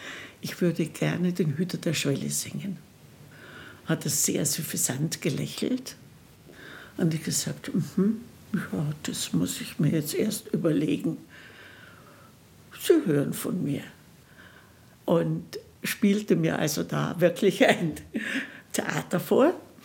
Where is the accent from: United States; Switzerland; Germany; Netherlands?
Germany; Munich, Bavaria; ich wollte unbedingt als Münchnerin bei der Eröffnung des Nationaltheaters dabei sein.